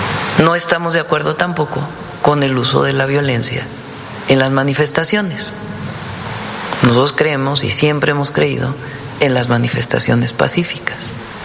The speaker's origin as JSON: {"language": "Spanish", "country": "Mexico", "said": "nosotros nos interesa México, porque somos mexicanos y porque soy la presidenta de México."}